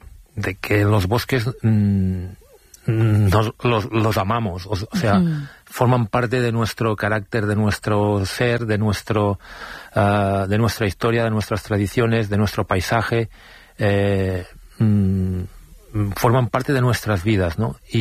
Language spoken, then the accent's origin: Spanish; Catalonia, Spain; Ayer mismo, al lado de mi pueblo, fui a apagar un incendio en el municipio de Subirats.